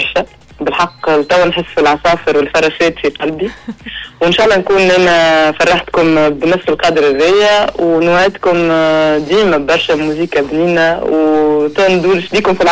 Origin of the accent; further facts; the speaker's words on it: Tunisia; accent: Tunisian; ولهجتنا خاطر ياسر نحبها ونطلع نهبط نحكي بالتونسي انا ونعبر بالتونسي دونك بالنسبه ليا اسهل لهجه نجم نحكي بها على حاجات صادقه هو لهجتي